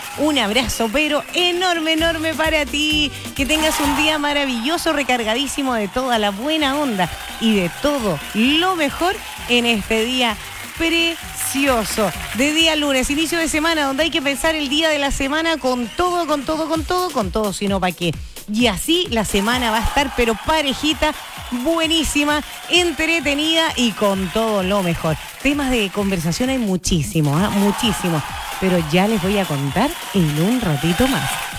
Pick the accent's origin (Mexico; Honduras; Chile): Chile; porque somos chilenos de corazón.